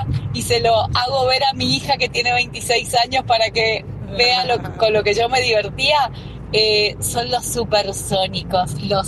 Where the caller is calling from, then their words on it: Godoy Cruz, Mendoza, Argentina; de Godoy Cruz.